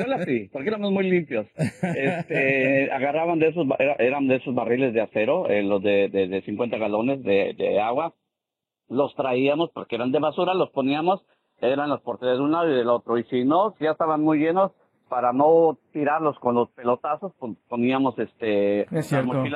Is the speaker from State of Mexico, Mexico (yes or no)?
yes; Tepotzotlán, State of Mexico, Mexico; en el pueblo donde yo crecí, crecí ahí en Tepoztlán, sí había campos de fútbol, pero estaban a las afueras